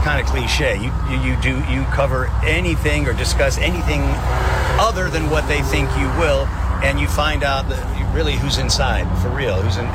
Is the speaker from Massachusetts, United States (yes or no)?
yes; Boston, Massachusetts, United States; That's right. I mean, I am from Boston